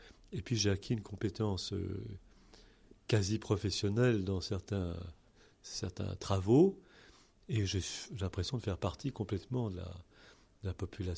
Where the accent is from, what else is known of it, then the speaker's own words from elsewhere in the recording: Rome, Lazio, Italy; born there; Je suis né à Rome en 1959 et j'ai fait mes études à Paris